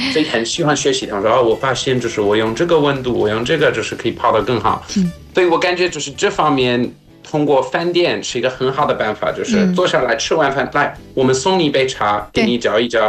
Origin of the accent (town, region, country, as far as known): South Africa; Chinese is a second language